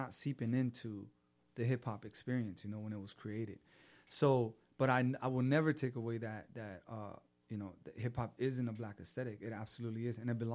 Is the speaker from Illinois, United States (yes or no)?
no; Los Angeles, California, United States; my streets in South Central